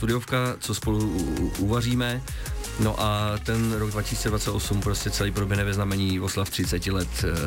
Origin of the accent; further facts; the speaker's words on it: Úvaly, Central Bohemian Region, Czechia; u nás doma v Uvalech, my jsme kovaní Uvaláci, patrioti